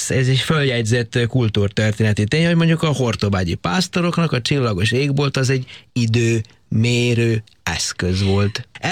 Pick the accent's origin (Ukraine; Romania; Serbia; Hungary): Serbia; Horgoš, Vojvodina; annyi horgos faluban nőttem föl, ugye Jugoszláviának hívták akkor még azt az országot